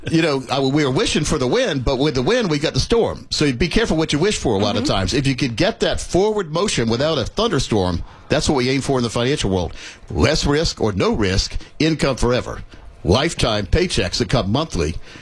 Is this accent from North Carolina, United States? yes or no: yes; North Carolina, United States; I grew up in North Carolina, too, so we used to go to Myrtle Beach, and I was closer to Myrtle Beach. I was down towards the North Carolina-South Carolina border back in the day